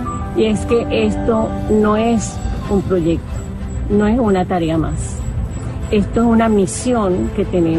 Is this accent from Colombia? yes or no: yes; Colombia; now in Miami, United States; colombiana, vivo en Miami.